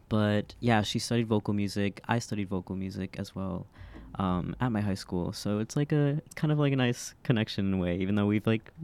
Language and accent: English; Chicago, Illinois, United States; I'm from Chicago. Shout out to all the Chicagoans that are listening, hey.